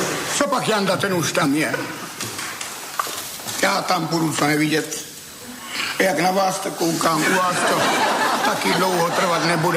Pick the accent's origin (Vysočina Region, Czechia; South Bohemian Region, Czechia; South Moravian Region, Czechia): South Moravian Region, Czechia; Brno; born or raised there